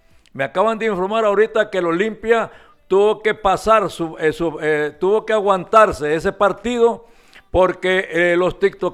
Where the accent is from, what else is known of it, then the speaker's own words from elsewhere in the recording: La Ceiba, Atlántida, Honduras; Yo soy de la ciudad Puerto de la Ceiba, la ciudad turística de Honduras